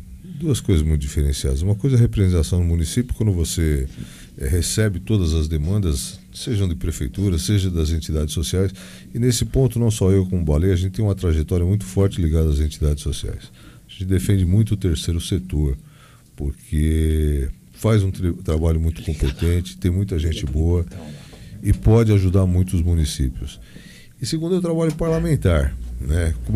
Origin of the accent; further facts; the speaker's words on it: São Paulo, Brazil; Eu sou de São Paulo, capital. A minha família, meu pai é do interior. Meu pai é uma cidade chamada São José do Rio Pardo, perto ali de Mococa, Casa Branca, isso, né? Mas eu nasci em São Paulo.